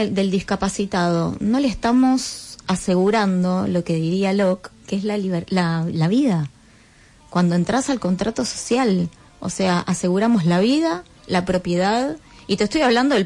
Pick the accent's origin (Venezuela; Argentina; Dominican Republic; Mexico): Argentina; nosotros como argentinos somos un pueblo muy solidario